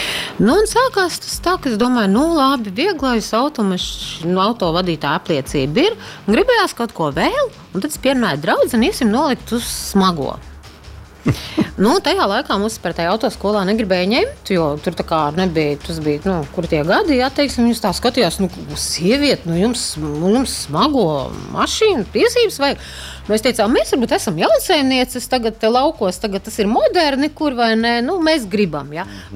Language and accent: Latvian; Ventspils, Courland, Latvia; es esmu no Ventspils, no Kurzemes